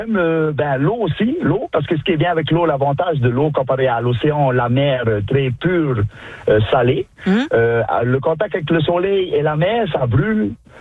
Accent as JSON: {"language": "French", "country": "French Polynesia", "said": "Et là, je vois, ça existe les fêtes des Premières Nations autochtones, comme chez nous en Polynésie, toutes les années."}